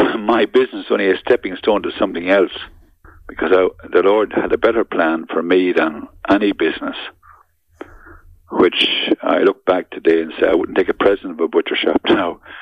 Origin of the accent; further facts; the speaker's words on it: Clara, County Offaly, Ireland; In Clara, my hometown in Clara.